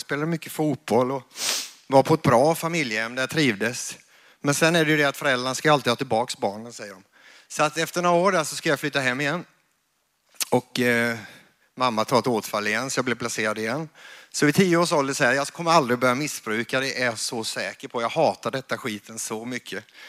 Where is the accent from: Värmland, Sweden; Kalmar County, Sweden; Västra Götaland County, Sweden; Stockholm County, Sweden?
Kalmar County, Sweden; Kalmar; born there; also born or lived in Åtvidaberg; now in Karlskrona, Sweden; jag är född i Kalmar.